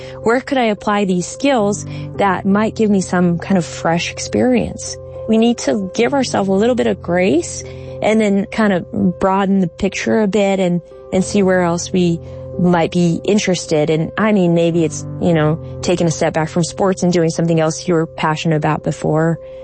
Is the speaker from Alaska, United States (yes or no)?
yes; Alaska, United States